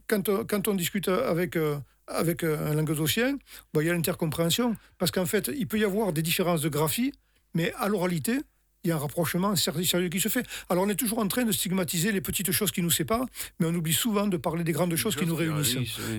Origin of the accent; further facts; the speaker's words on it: Aix-en-Provence, Provence-Alpes-Côte d'Azur, France; born there; moi je suis né à Aix, ben, je parle le provençal.